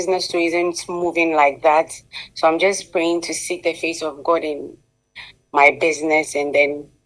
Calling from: Tamale, Northern Region, Ghana; I'm calling from Tamale.

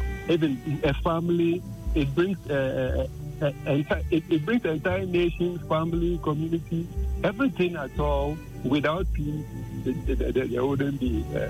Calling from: Bolgatanga, Upper East, Ghana; calling from Bolga, Tanzania.

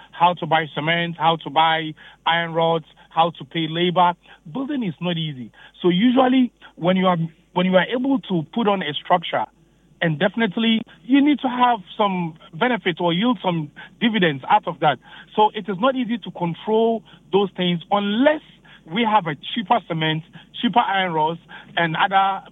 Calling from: Matabotoa, Ghana; I'm calling from Matabotoa.

